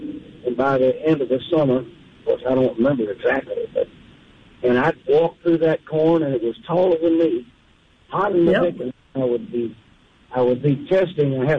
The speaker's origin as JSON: {"language": "English", "region": "Mississippi", "country": "United States", "tie": "born or raised there", "said": "Okay, I grew up on the Mississippi State campus. And back in the 50s, when I was a youngster, I worked for the experiment station down in the cornfields and cotton."}